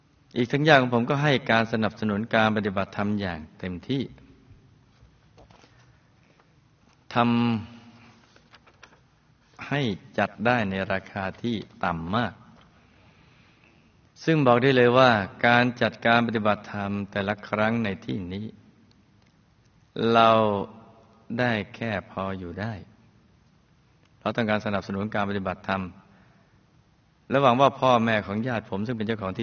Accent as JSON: {"language": "Thai", "region": "Phang Nga", "country": "Thailand", "tie": "born there", "said": "ผมเกิดในครอบครัวชนบทจังหวัดพังงา"}